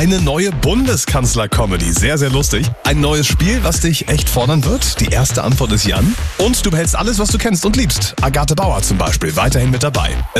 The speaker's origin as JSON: {"language": "German", "region": "Brandenburg", "country": "Germany", "tie": "born or raised there", "also_born_or_lived": "Neukölln, Berlin", "lives_now": "Potsdam, Germany", "said": "ich bin Berliner. Geboren in Neukölln, aufgewachsen im Speckgürtel und seit ein paar Jahren in Potsdam."}